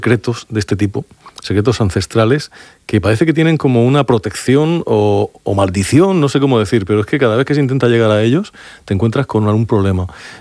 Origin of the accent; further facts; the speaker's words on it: La Algaida, Spain; yo soy de la Algaida y resulta que, por lo que usted ha dicho, la casa de esta mujer estaba enfrente de la mía.